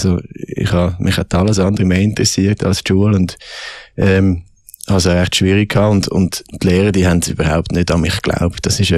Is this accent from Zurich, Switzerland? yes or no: yes; Richterswil, Zurich, Switzerland; Änderung war, wo wir dann in Zürich Biet sind gezügelt. Mein Vater hat den Arbeitgeber gewechselt und so sind wir eigentlich in Richterswil dann sind wir aufgewachsen, ich und mein Bruder, mit der Familie.